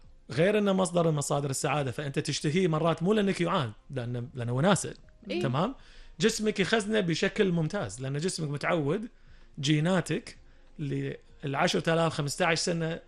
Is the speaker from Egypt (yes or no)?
no; Kuwait; عندنا بالكويت